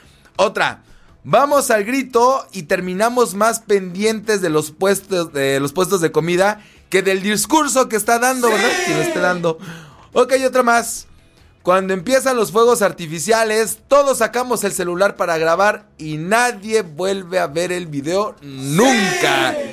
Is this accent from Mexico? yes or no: yes; Mexico; así somos los mexicanos